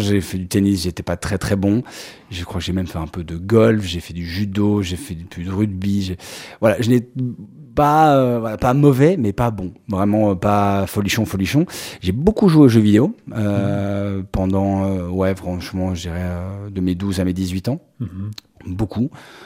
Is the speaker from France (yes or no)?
no; Brussels, Brussels-Capital Region, Belgium; j'ai grandi en Belgique. Alors, je suis franco-belge, mais j'ai toujours vécu ici. J'ai fait mes études à Bruxelles et en banlieue bruxelloise, à Rode-Saint-Genèse.